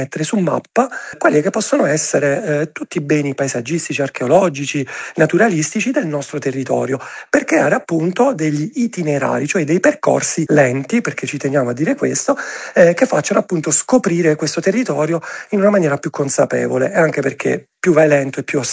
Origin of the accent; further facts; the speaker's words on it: Ceglie Messapica, Apulia, Italy; Celi e Messapica, che è il nostro paese, il mio paese, diciamo, di origine, dove opero.